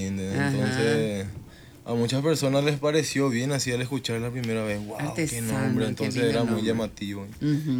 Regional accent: Asunción, Paraguay; Asunción. Vine acá para estudiar hace 5 o 6 años aproximadamente y me quedé.

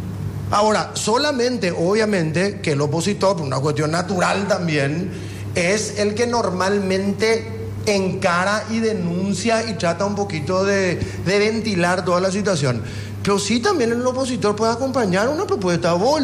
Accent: Asunción, Paraguay; Yo soy de Asunción, ojo.

